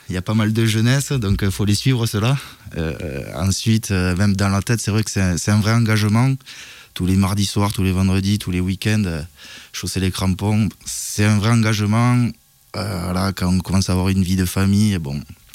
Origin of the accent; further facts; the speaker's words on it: Boudy-de-Beauregard, Nouvelle-Aquitaine, France; toute ma jeunesse, j'ai joué à Boudy